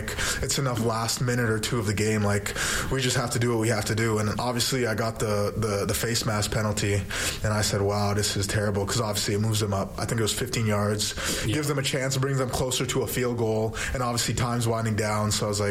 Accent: Brampton, Ontario, Canada; I got to bring it back to my hometown, and I got to bring it to the city of Brampton, and I got to bring it to my high school and my elementary school

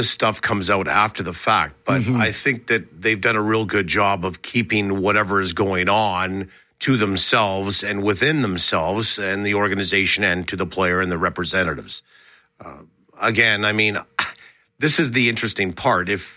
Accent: Winnipeg, Manitoba, Canada; I broadcast for the Winnipeg Jets in my hometown.

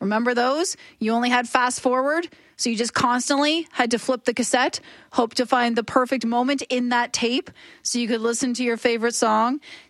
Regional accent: Ontario, Canada; I grew up when there was the Sky Dome because I grew up outside Toronto.

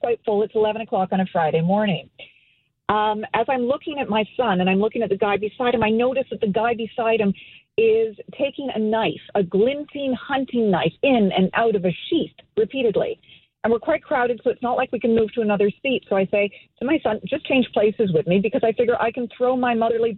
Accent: Toronto, Ontario, Canada; I grew up in Toronto. I was born here, bred here, love this city, love it with a deep, deep, unbridled passion. And when I was 14 years old, I would get on the TTC with my friends. I would come from Etobicoke.

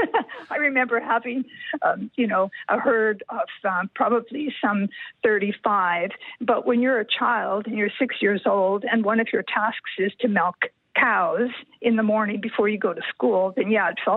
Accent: Maybridge, Saskatchewan, Canada; also born or lived in Kamsack, Saskatchewan; they lived in this small community called Maybridge, Saskatchewan, which is, oh, it's about 9 miles northwest of Erin, near the Manitoba border. So that's where I was born and raised. I lived there till I was like six or maybe seven.

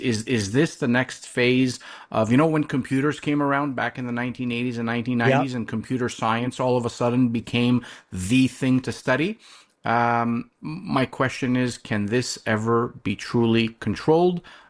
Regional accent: Quebec, Canada; born there; I was born in Quebec. I lived through the 1995 referendum.

